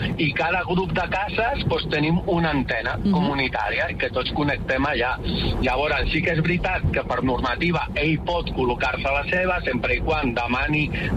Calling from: La Riera de Gaià, Catalonia, Spain; Pues mira, soc de la Riera de Gaià, vale, ara mateix estic conduint

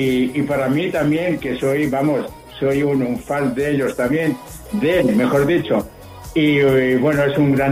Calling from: Santa Coloma de Gramenet, Catalonia, Spain; Soy de Santa Coloma de Gamanet … del barrio de Santa Rosa

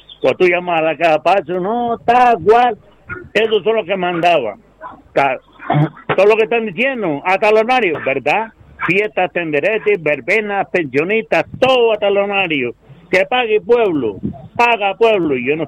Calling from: Vega de San Mateo, Canary Islands, Spain; yo soy un ciudadano de La Vega de San Mateo.

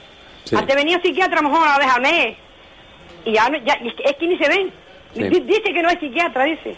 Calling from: Ingenio, Canary Islands, Spain; Vale, yo soy aquí de Ingenio.

